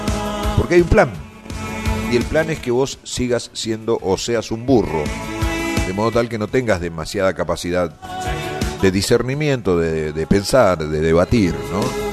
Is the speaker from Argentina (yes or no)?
yes; Argentina